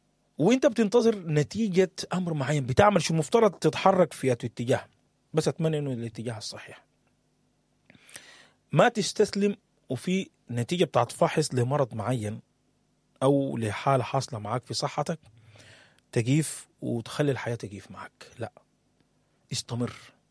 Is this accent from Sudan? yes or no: yes; Sudan; moved away; لنا كسودانيين